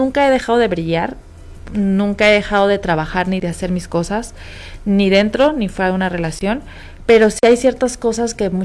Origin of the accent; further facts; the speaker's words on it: Zinapécuaro, Michoacán, Mexico; Sinapecuaro, Michoacán.